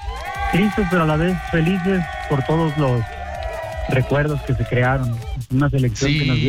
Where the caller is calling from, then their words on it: Mazatlán, Sinaloa, Mexico; Venimos de Mazatlán, Sinaloa, directamente